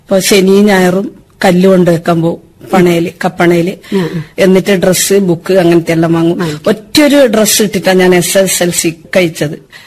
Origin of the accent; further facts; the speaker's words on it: Chavassery, Kerala, India; മട്ടന്നൂരിനടുത്ത് ചാവശ്ശേരി എന്ന എന്റെ ജന്മസ്ഥലം.